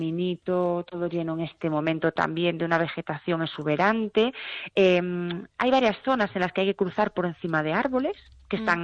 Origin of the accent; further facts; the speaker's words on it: Lugo, Galicia, Spain; somos aquí de Lugo y demás, pues bueno, al final pues uno se va aquí, que queda relativamente cerca